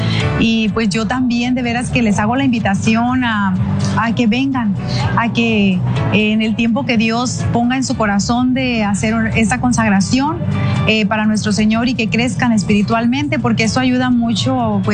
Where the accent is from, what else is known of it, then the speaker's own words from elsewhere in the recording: Yuma, Arizona, United States; yo vengo de Yuma, Arizona.